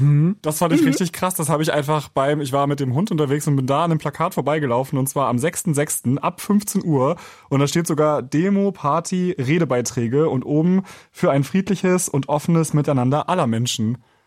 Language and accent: German; Schleswig-Holstein, Germany; Also ich komme ja auch aus Schleswig-Holstein eigentlich.